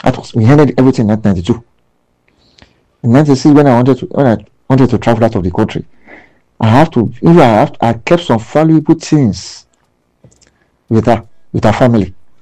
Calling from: Lagos, Nigeria; I'm from Lagos.

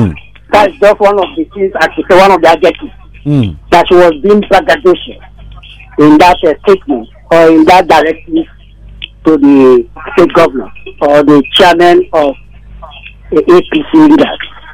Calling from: Nigeria; Sir, I'm calling from Abanjo in the country.

